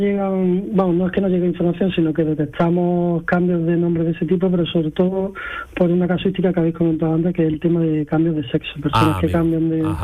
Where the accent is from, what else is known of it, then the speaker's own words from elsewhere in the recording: Granada, Andalusia, Spain; Es un nombre típico en mi ciudad, Granada. Yo soy nacido en Granada.